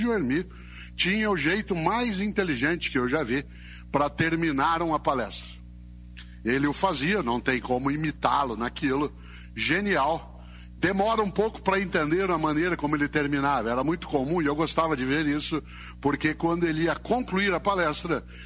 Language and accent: Portuguese; Londrina, Paraná, Brazil; eu nasci em Londrina, no norte do Paraná, no ano de 1954. E eu nasci no dia 5 de março.